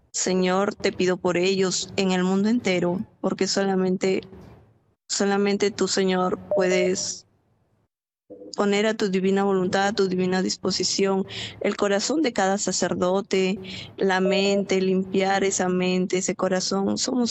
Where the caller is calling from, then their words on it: Piura, Peru; Hablo desde Piura, Perú.